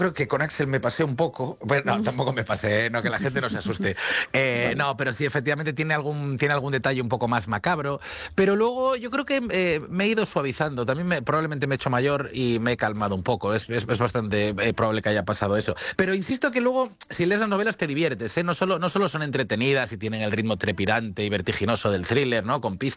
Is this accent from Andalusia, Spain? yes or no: no; Vigo, Galicia, Spain; born there; now in Madrid, Spain